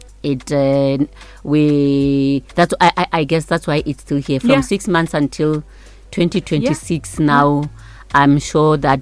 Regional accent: Limpopo, South Africa; I'm from Hamolepo, by the way, Bushira.

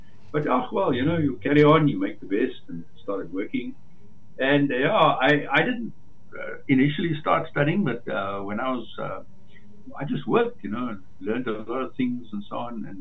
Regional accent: Nakuru, Rift Valley, Kenya; born there; I was born in Kenya, which is in East Africa. Yeah, so I was born in a little dorpie called Nakuru

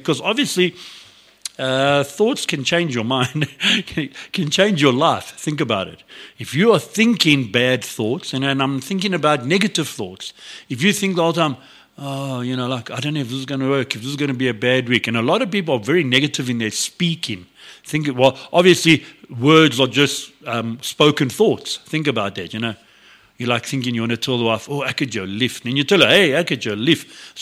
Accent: Alberton, Gauteng, South Africa; born there; I come from Alberton.

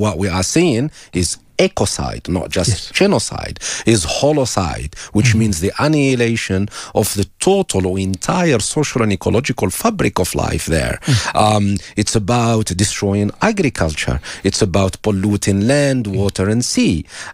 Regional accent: Algeria; my home country, Algeria

